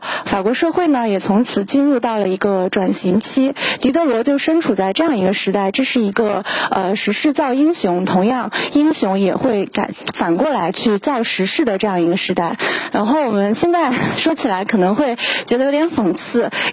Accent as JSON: {"language": "Chinese", "region": "Shandong", "country": "China", "said": "因为我是山东人嘛，山东的家长会跟你说你要么考公，要么考研，要么考教师资格证。"}